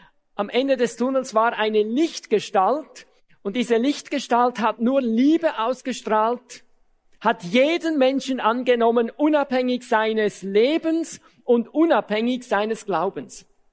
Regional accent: Switzerland

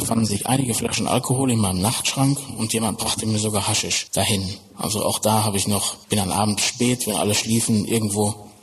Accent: North Rhine-Westphalia, Germany; bin 41 Jahre alt. Ich bin aufgewachsen im Ruhrgebiet als Sohn eines Bergmanns

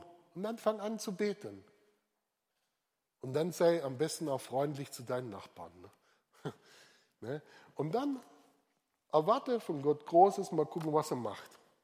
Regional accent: Swabia, Germany; Ich bin ja ein Schwabe.

